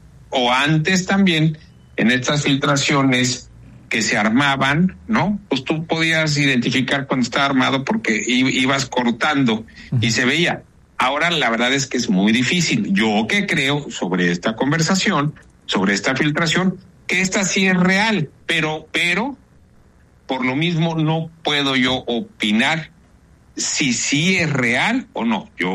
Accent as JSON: {"language": "Spanish", "country": "Mexico", "said": "como mexicano, sí estoy sumamente preocupado por mi país."}